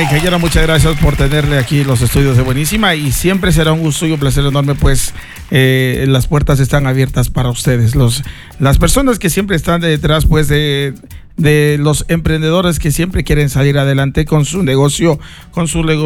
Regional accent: Ecuador

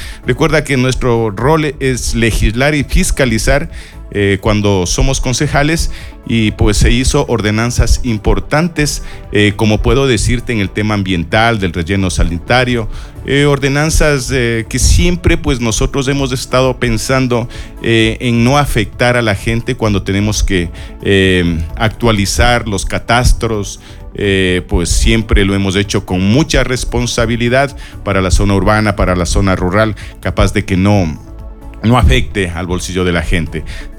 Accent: Quiroga, Imbabura, Ecuador; Cuando me preguntaban de dónde eres, decía de Quiroga

